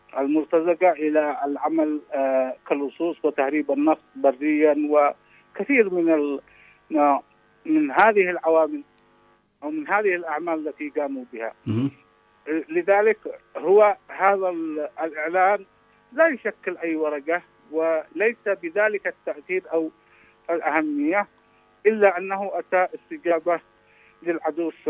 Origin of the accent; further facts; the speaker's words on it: Yemen; لنا كيمنيين